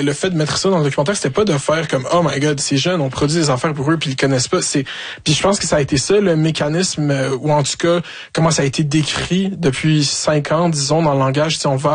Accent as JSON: {"language": "French", "region": "Quebec", "country": "Canada", "said": "parce que forcément, on est Québécois, on fait des affaires pour les Québécois, on a un edge sur eux."}